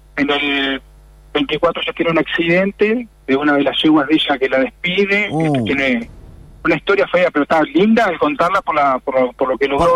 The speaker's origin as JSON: {"language": "Spanish", "region": "Salto", "country": "Uruguay", "said": "Con 10 años nosotros venimos de Salto, con una barra muy grande de Salto de amigos."}